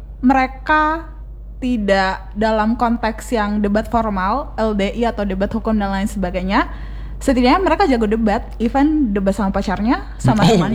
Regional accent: West Sulawesi, Indonesia; Aku orang Polman. Tapi fun fact, semua teman-temanku selalu mengira aku orang Jawa. Dan saya bukan orang Jawa.

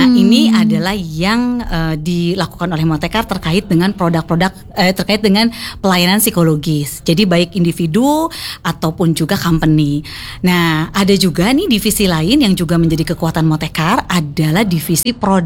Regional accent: West Java, Indonesia; born there; kami semua lahir di tanah Parahyangan ini

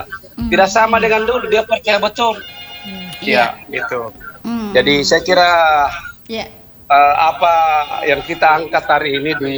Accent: South Sulawesi, Indonesia

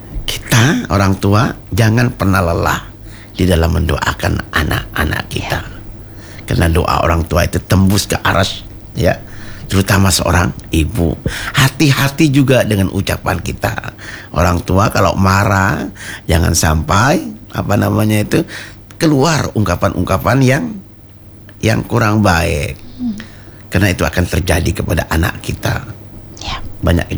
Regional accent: Gresik, East Java, Indonesia; also born or lived in Egypt; Kalau kita orang Gresik seperti damar kurung.

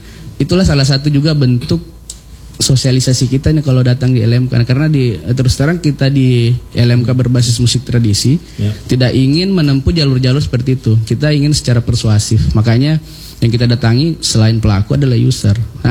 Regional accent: Makassar, South Sulawesi, Indonesia; kalau kita dulu mau keluar daerah dari saya dari Makassar mau ke ada event di Jawa atau mau keluar negeri

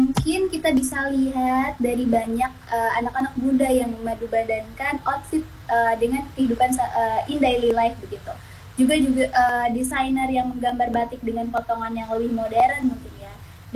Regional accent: Lebak, Banten, Indonesia; Ini tentunya batik Lebak, batik kebanggaan kami, budaya kami dari Lebak.

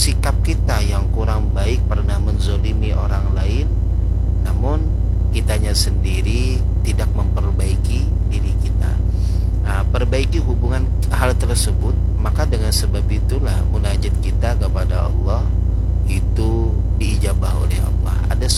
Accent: South Kalimantan, Indonesia; accent: Banjar; seketika itu langsung menjawab, bahasa kita Banjar tuh

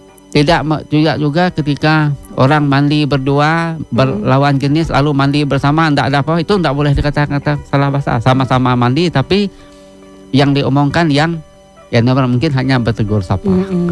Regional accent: West Kalimantan, Indonesia

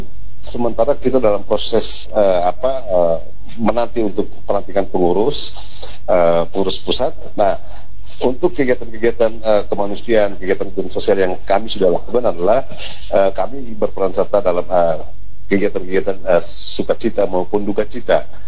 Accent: Timor-Leste; adat kita Timoroan. Nah, kita semuanya kita orang Timor.

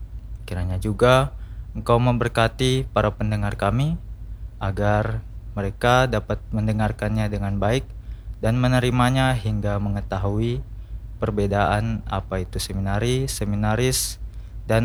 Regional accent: Kendari, Southeast Sulawesi, Indonesia; born there; now in Banjarmasin, Indonesia; Saya berasal jauh dan beda pulau dari tempat ini. Tempatnya yaitu Sadoha, Kendari, Sulawesi Tenggara. Jadi nama paroki saya adalah Paroki Santo Franciscus Saverius Kendari. Dan di tempat situ juga orang tua saya tinggal

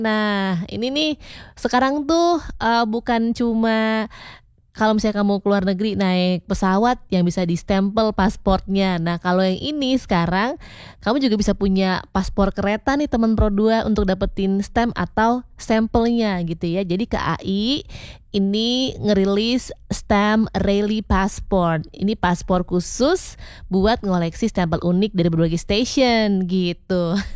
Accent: Bogor, West Java, Indonesia; born there; Bogor, kota kelahiran aku.

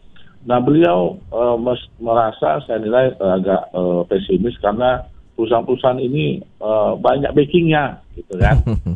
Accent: Medan, North Sumatra, Indonesia; Nah, kalau saya sebagai anak Medan ini, ya kan, Bung Sabil

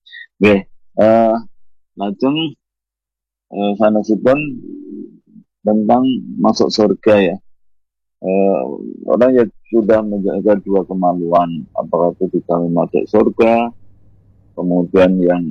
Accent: Java, Indonesia; first language Javanese; Indonesian is a second language; kita di Jawa ini dengan bahasa ibunya, bahasa Jawa.

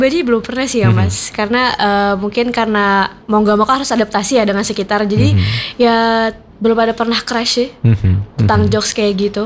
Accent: Jakarta, Indonesia; now in Semarang, Indonesia; Asli Jakarta mas.

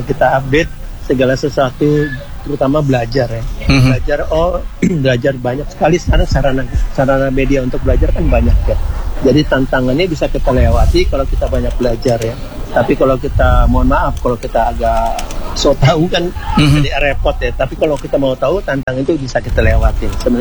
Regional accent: Manado, North Sulawesi, Indonesia; Iya, betul. Kita dari Manado.

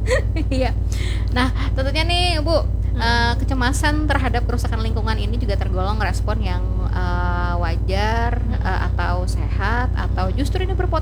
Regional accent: Kalimantan, Indonesia; Kita sebagai orang Kalimantan

